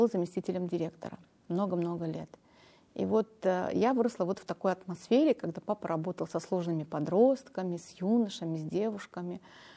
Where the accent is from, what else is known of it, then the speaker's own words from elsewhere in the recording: Armenia; Если начать с самых-самых истоков, то я родилась в Армении. Я по национальности армянка, у меня армянские корни. Вот. Родилась и выросла там, и даже вышла замуж там.